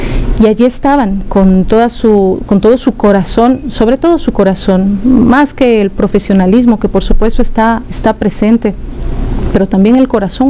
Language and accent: Spanish; Ecuador; moved away as an adult; now in Caracas, Venezuela; como ecuatoriana, como lo ha dicho Marina, nosotros somos extranjeras que estamos en este momento aquí en Caracas por temas laborales